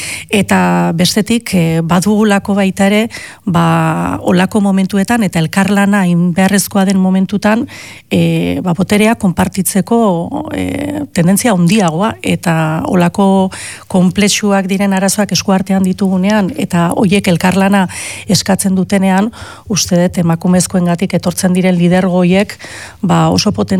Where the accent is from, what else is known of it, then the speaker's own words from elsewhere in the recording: San Sebastián, Basque Country, Spain; Ni oso donostiarra naiz.